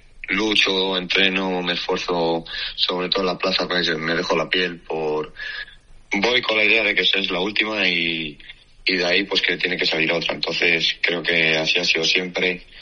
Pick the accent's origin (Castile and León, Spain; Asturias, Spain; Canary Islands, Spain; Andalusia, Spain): Castile and León, Spain; San Martín del Castañar; born there